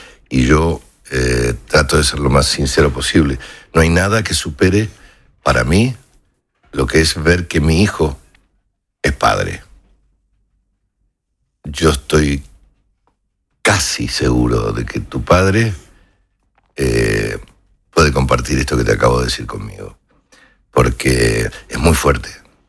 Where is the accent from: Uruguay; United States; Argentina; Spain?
Argentina; como somos los argentinos.